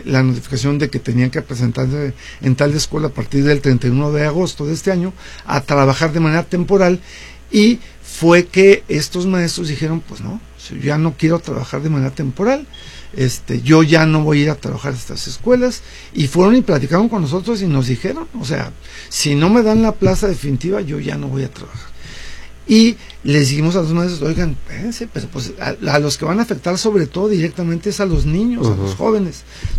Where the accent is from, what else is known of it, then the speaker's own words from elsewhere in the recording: Ciudad Juárez, Chihuahua, Mexico; also born or lived in Guadalajara; Yo nací en la ciudad de Guadalajara, pero realmente soy juarense porque aquí estudié, soy egresado de la UACJ.